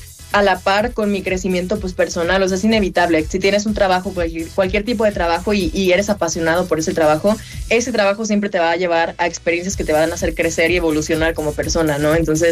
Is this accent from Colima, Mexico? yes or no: no; Ciudad Juárez, Chihuahua, Mexico; Yo soy de Ciudad Juárez, entonces yo estoy acostumbrada al calor